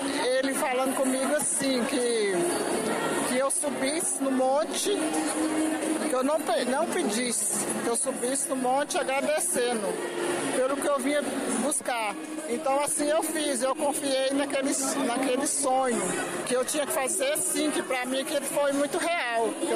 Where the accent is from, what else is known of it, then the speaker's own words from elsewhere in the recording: Bocaiúva, Minas Gerais, Brazil; De Bocaiúva, Minas Gerais.